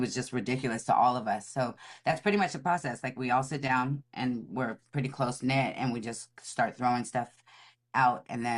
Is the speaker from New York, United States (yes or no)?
no; the Bay Area, California, United States; moved away as an adult; also born or lived in Los Angeles; I'm from the Bay, but I lived in LA for a long time.